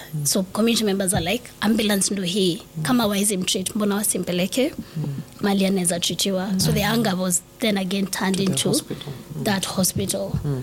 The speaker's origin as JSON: {"language": "English", "region": "Nairobi", "country": "Kenya", "tie": "born or raised there", "said": "The thing about growing up in Mathare is mnajuana all your lives."}